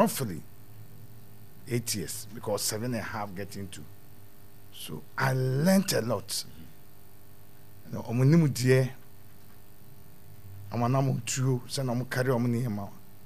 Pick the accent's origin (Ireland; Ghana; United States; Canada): Ghana; This is my hometown. I started school here, went to Presby, went to St. Peter, went to Cape Coast and came back, went to University of Kwame Nkrumah University of Science and came back. So I'm staying here.